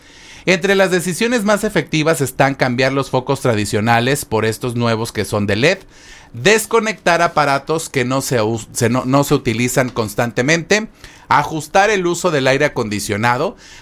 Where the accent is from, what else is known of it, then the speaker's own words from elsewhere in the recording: Mexico; Los mexicanos, ahora con lo que decía Carmen, somos como que somos muy hospitalarios